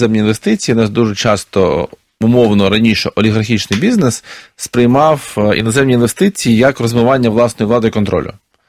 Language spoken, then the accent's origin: Ukrainian; Luhansk, Luhansk Oblast, Ukraine; в моєму рідному місті, зараз окупованому Луганську